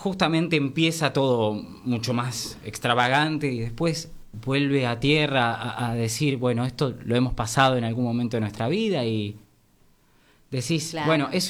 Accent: Italy; Soy italiano, somos italianos, hablamos con las manos nosotros.

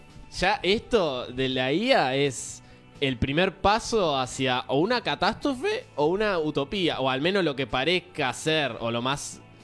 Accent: Argentina; Somos argentinos. Somos argentinos.

